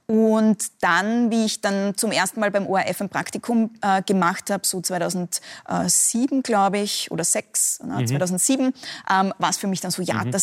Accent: Upper Austria, Austria; accent: Upper Austrian dialect; moved away as an adult; now in Vienna, Austria; ich habe noch Dialektwörter. Ich habe auch einen starken Dialekt, glaube ich, noch immer. Also wenn man mich privat, wenn jemand aus Oberösterreich ist und ich auch aus Oberösterreich bin, dann hört man es schon noch.

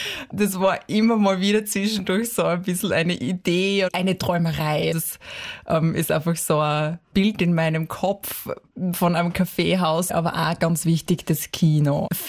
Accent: Styria, Austria; da habe ich einen kleinen Ein-Frau-Betrieb in meiner Heimat in der Südoststeiermark

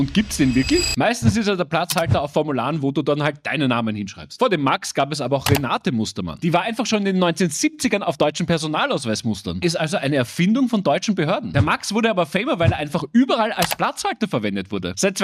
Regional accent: Austria; Mittlerweile hat sich J aber auch bei uns in Österreich durchgesetzt, obwohl es komplett unlogisch ist.

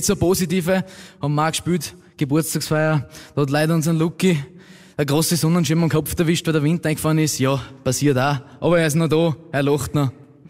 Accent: Veitsch, Styria, Austria; now in Wartberg, Austria; ja, ich bin ursprünglich aus der Feitsch oder war einmal in der Feitsch auch heimisch. Ja, jetzt ist halt der Wartberger geworden und heute sind wir da in St. Barbara.

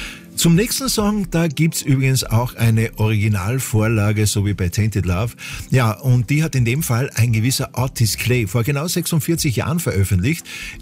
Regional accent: Austria; bei uns in Österreich

